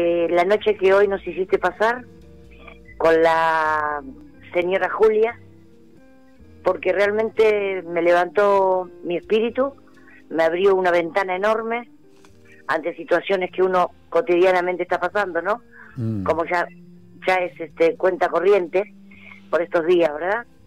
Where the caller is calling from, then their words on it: Buenos Aires, Argentina; soy de Villurquiza.